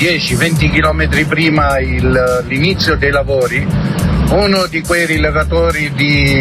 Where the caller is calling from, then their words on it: Sora, Lazio, Italy; da Sora, provincia di Frosinone.